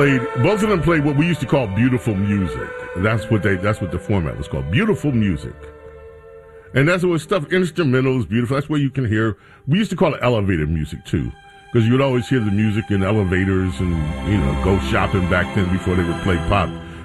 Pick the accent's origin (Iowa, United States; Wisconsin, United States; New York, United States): New York, United States; See, I grew up in New York, folks, for those of you that don't know. In New York, we had two stations.